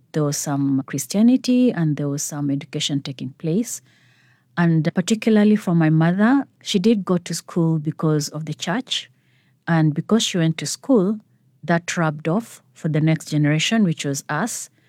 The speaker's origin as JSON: {"language": "English", "country": "Kenya", "said": "I'm a Kenyan and I work in Kenya and Somalia program for the Lutheran World Federation"}